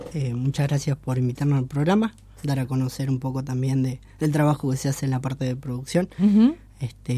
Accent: Río Grande, Tierra del Fuego, Argentina; also born or lived in Tucumán; now in Ushuaia, Argentina; Criado en Río Grande, así es.

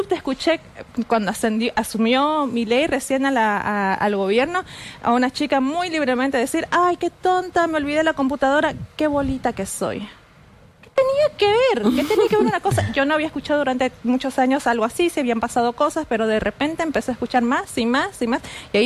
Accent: Bolivia; now in Argentina; cuando me dice, ¿de dónde eres? Le digo, de Bolivia.

